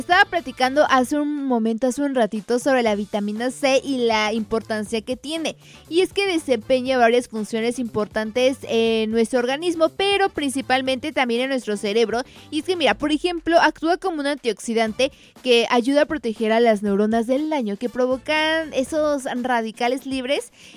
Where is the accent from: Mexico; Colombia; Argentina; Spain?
Mexico; como buen mexicano nosotros le ponemos limón absolutamente todo.